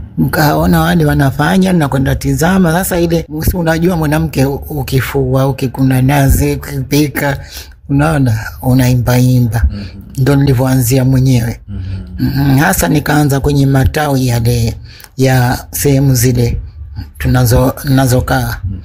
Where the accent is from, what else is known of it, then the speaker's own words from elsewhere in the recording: Zanzibar, Tanzania; Kwa hivyo mimi nimezaliwa Zanzibar, nimekulia Zanzibar na mpaka sasa hivi nipo Zanzibar.